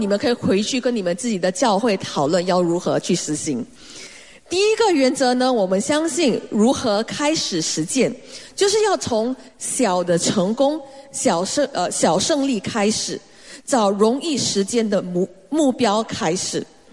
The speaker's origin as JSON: {"language": "Chinese", "country": "Singapore", "tie": "born or raised there", "said": "有时候我知道身为华人，身为亚洲人，我们很想得到答案。我们如果在我记得我在上学的时候，在新加坡我们有一个叫 10-year series，"}